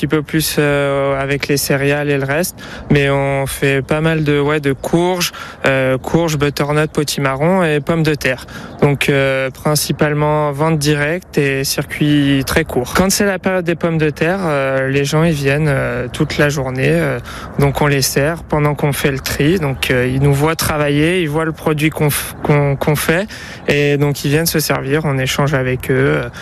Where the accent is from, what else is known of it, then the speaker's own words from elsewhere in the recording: Aoste, Auvergne-Rhône-Alpes, France; je suis né à Aost, j'ai grandi à Aost, et là j'ai acheté une maison récemment à Aost